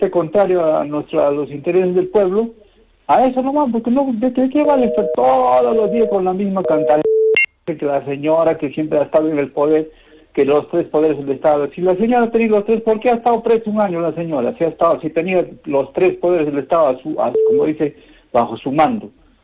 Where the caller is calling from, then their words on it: Peru; Como peruanos